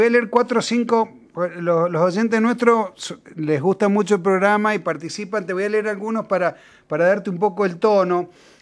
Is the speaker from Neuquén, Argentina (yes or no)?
no; Mendoza, Argentina; Bueno, nosotros cuando vamos a Buenos Aires y hablamos como mendocinos, nos dicen, che, ustedes son chilenos.